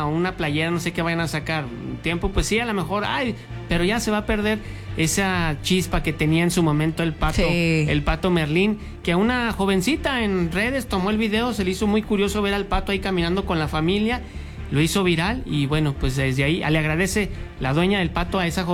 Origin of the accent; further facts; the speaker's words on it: Mexico; los mexicanos hicimos el festejo del remo